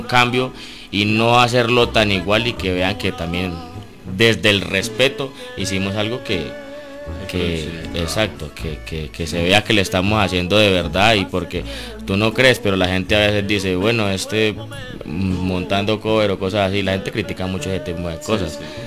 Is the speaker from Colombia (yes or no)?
yes; Guamal, Meta, Colombia; moved away as an adult; also born or lived in Barbosa, Santander; now in Bogotá, Colombia; Yo soy de Barbosa, Santander, nacido allá, sí señor. Me crié en el llano, me crié en Guamalmeta.